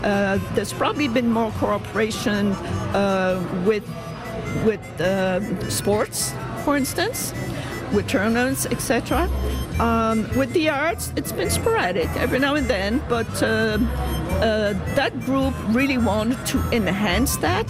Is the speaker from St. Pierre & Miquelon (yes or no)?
yes; St. Pierre & Miquelon; also born or lived in Canada / Quebec; now in Newfoundland, Canada; I'm initially from Saint-Pierre-et-Miquelon, but I spent a lot of time in Canada and Quebec, and I've been in Newfoundland permanently since 1986.